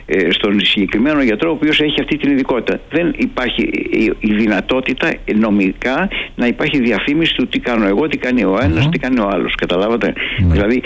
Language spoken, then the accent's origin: Greek; Greece; μας αφορά εμάς σαν Έλληνες.